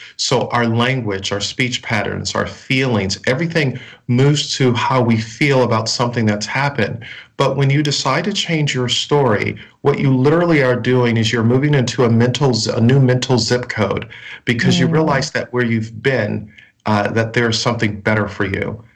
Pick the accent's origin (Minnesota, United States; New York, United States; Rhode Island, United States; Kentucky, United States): New York, United States; Buffalo; now in Orlando, Florida, United States; When I was 14 years of age, growing up in Buffalo, New York